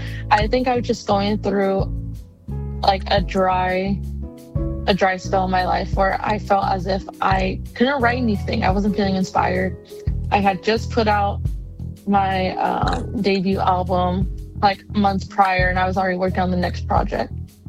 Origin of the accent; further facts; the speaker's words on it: Bakersfield, California, United States; growing up in Bakersfield, obviously we're surrounded by the rich history of country music, such as